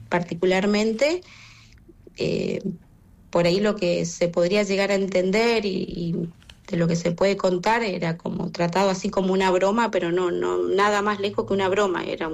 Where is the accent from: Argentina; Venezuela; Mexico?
Argentina; Corrientes; moved away as an adult; now in Sarmiento, Argentina; para mí siempre hace un poquito de frío porque soy de Corrientes